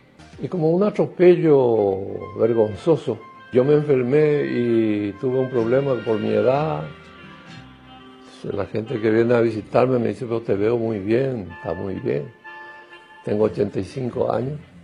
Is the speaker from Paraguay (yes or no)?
yes; Paraguay; vine al Paraguay. Quería volver a mi tierra. Ese es el problema de los paraguayos, quieren regresar a su tierra.